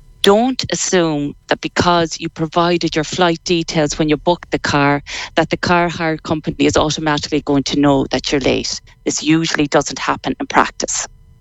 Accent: Sligo, Connacht, Ireland; Born and bred in Sligo Town, so I'm not far from you.

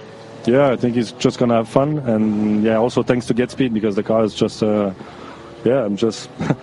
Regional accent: Canada; accent: Canadian; they make fun of my Canadian accent as well, so we have good fun.

